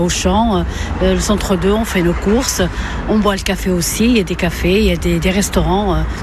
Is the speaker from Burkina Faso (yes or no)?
no; Algeria; also born or lived in France; now in Saint-Étienne, France; Écoutez, moi je suis née ici en France et j'avais deux ans quand on est parti en Algérie. Et puis l'année 92, je suis revenue avec mon mari.